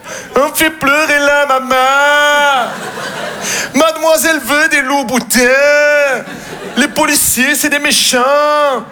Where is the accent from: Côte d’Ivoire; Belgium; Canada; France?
France; Marseille, Provence-Alpes-Côte d'Azur; parce que chez moi, à Marseille, la ceinture, ça ne sert à rien.